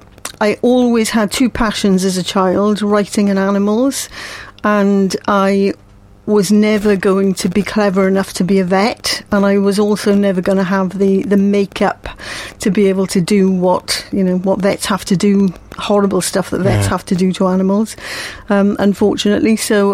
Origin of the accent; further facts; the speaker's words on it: Swansea, Wales, United Kingdom; So I was born in Swansea, brought up in Swansea.